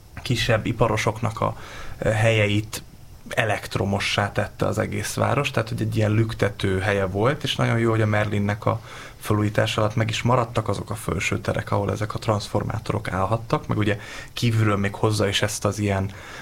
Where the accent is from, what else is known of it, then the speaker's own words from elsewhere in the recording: Szeged, Csongrád-Csanád, Hungary; De én meg szegedi vagyok, és nem jártam oda a 2010-es évekbe bulizni.